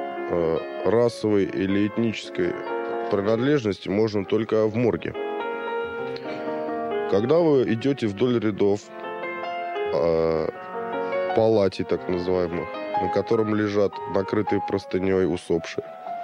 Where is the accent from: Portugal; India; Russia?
India